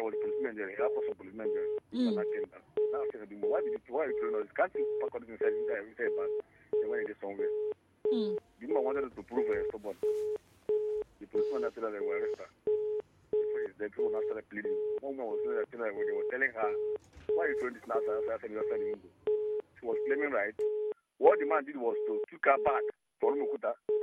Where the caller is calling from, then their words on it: Botswana; I'm calling from Botswana.